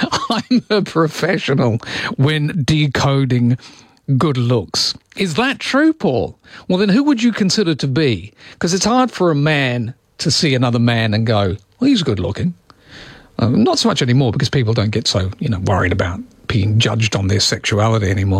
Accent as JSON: {"language": "English", "country": "South Africa", "tie": "born or raised there", "said": "When I grew up in South Africa, because rugby"}